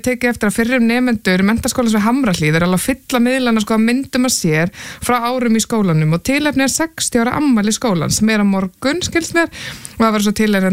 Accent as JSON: {"language": "Icelandic", "town": "Reykjavík", "region": "Capital Region", "country": "Iceland", "said": "ég er úr Hlíðunum og rosalega margir þaðan"}